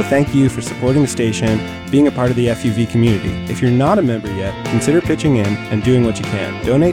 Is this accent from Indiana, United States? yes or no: no; New York City, New York, United States; WFUV means a lot to me because I grew up in this area and I would listen to this radio station all the time.